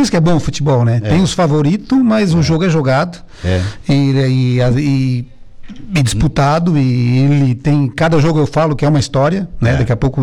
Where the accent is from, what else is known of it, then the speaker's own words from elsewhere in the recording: Brazil; como a gente é brasileiro